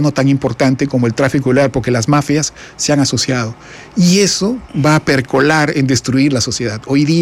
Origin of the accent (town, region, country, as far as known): Peru